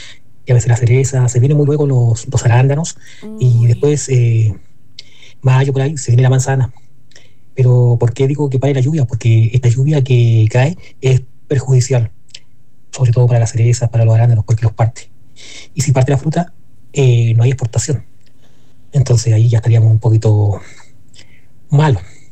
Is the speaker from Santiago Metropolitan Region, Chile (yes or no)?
no; Los Ángeles, Biobío, Chile; Desde lluvioso Los Ángeles, llueve torrencialmente acá en mi ciudad natal.